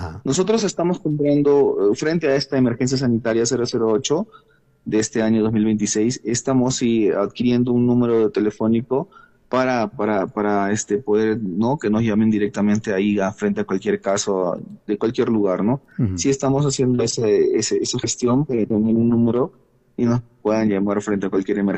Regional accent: Peru; Vamos a identificarnos como peruanos que somos, como patriotas que somos.

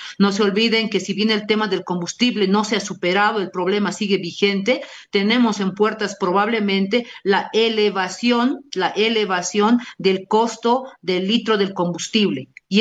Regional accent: Bolivia; como bolivianos, como dueños de este territorio.

